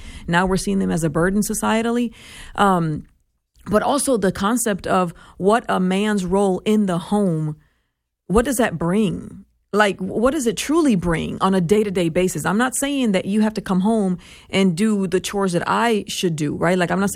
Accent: Puerto Rico; I know in my culture growing up in Puerto Rico, fathers went to work and mothers stayed home, and we were raised by our moms.

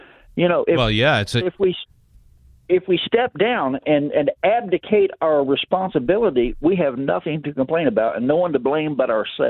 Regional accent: Illinois, United States; I am from Tax and Spend, Illinois, that has been run by Democrats, you know, forever.

